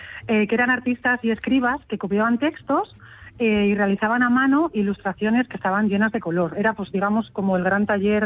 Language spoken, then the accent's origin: Spanish; Salamanca, Castile and León, Spain; born there; now in Tábara, Spain; Yo nací en Salamanca, pero mis padres, mis abuelos, he veraneado. Actualmente llevo muchísimos años viviendo en Tábara y sí, me considero tabaresa.